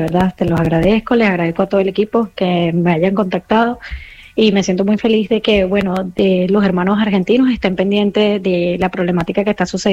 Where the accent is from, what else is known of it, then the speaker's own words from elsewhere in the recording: La Guaira, Venezuela; now in Margarita Island, Venezuela; yo originalmente soy de La Guaira. Yo me vine acá desde la tragedia del 99, que fue la vaguada, los ríos cuando se salieron.